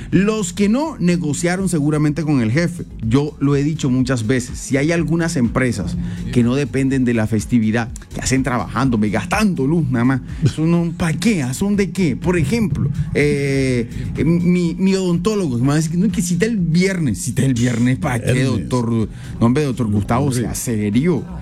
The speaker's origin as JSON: {"language": "Spanish", "region": "Caribbean coast", "country": "Colombia", "said": "aquí los que somos costeños."}